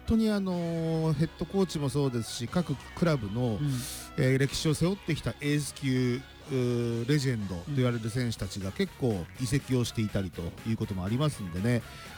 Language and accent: Japanese; Mito, Ibaraki, Japan; 我々地元水戸の人間からすると